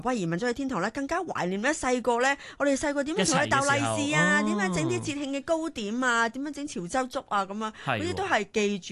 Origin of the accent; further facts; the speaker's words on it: Hong Kong; 我觉得我哋香港一个好细嘅地方